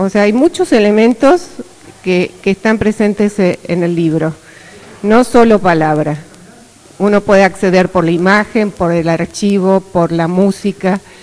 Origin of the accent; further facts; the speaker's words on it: Santa Cruz, Argentina; also born or lived in Córdoba; haberme criado acá en la Patagonia. Y en una de las canciones dice que yo nací por cesárea, ¿no? Nací en Córdoba, por eso mi mamá me tuvo en Córdoba